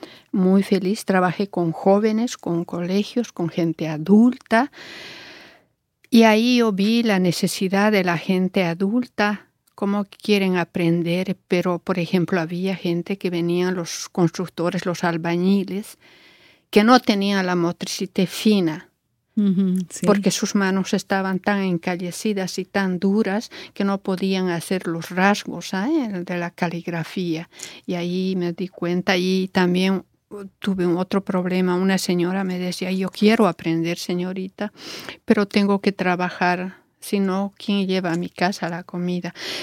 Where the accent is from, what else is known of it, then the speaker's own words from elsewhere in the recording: Bolivia; moved away as an adult; also born or lived in Guatemala; now in Quebec, Canada; Vengo de Bolivia, soy profesora.